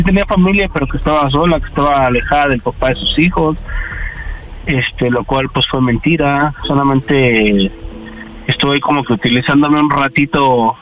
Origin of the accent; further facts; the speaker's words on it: Iztapalapa, Mexico City, Mexico; Tengo 36 años y soy de Iztapalapa.